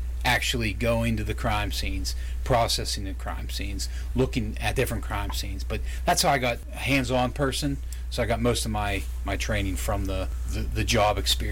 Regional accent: Pennsylvania, United States; Eventually got the opportunity to come back to my hometown, which is Troop D that we're in now.

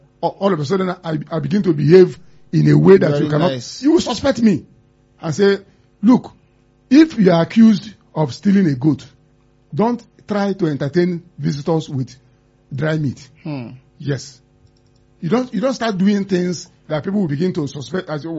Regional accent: Nigeria; I'm a Nigerian.

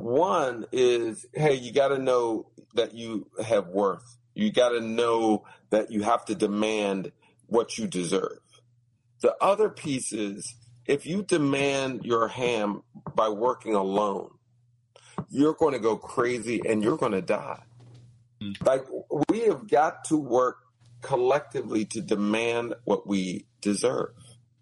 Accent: Pittsburgh, Pennsylvania, United States; I'm originally from Pittsburgh.

